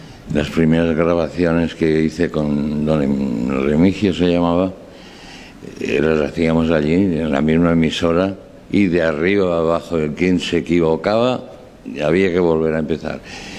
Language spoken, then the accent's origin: Spanish; Alcoy, Valencian Community, Spain; moved away; Y ¿de dónde soy? Pues soy de Alcoy. Aunque tengas que luego explicar Alcoy, Alicante, región de Valencia, España, un punto aquí, pero en el fondo soy alcoyano.